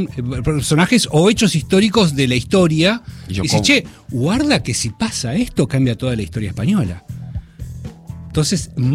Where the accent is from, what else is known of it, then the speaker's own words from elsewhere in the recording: Bahía Blanca, Buenos Aires Province, Argentina; moved away; Van a ir ahí a mi ciudad natal, a mi terruño, a Bahía Blanca.